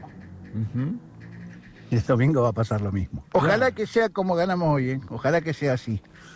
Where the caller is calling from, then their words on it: Argentina; Nosotros somos Argentina.